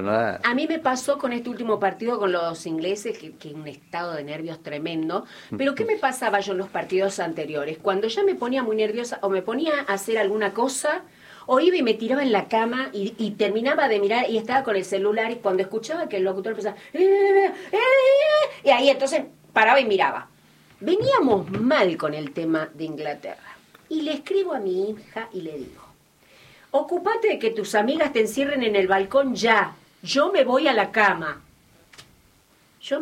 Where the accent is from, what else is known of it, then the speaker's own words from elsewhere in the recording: Argentina; Esos somos los argentinos, ¿no?